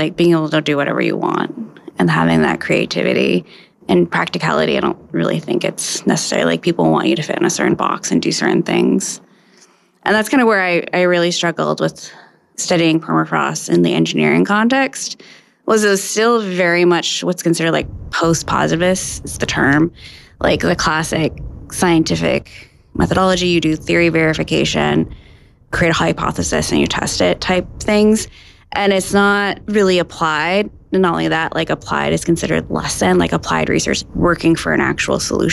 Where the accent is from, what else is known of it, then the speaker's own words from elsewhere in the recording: Fairbanks, Alaska, United States; also born or lived in Anchorage; So, I grew up in Fairbanks and in Anchorage, and I'm in Nupiat. My family originally comes from King Island.